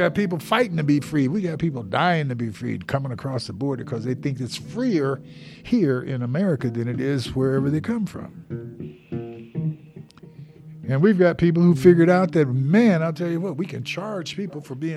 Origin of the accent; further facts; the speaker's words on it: United States; I say we because I'm American.